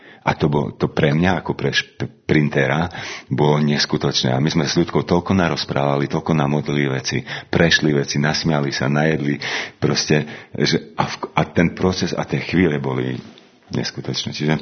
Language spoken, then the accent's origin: Slovak; Prešov, Prešov Region, Slovakia; ale ja som vyrastal v CBčku Prešovskom, Cirkev Bratská Prešove.